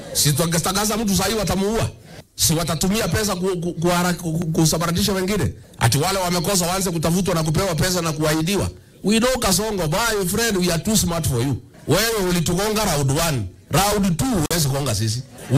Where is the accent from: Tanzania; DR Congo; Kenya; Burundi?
Kenya; born there; Pahali mimi nilizaliwa hapa, pahali naitwa Herega, nyumba ya nyasi. Tulikuwa tunalala hapo na kondoo. Hakuna choo, hakuna maji, hakuna stima.